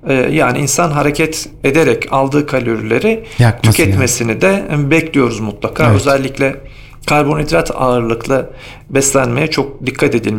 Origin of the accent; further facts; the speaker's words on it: Afyonkarahisar, Turkey; also born or lived in Ankara; Bunu sadece bir Afyonkarahisarlı olarak ben söylemiyorum. Hemşehrilerim biliyorlardır herhalde, uzun dönem Ankara'da da merkezi idarelerde görev yaptığımızdan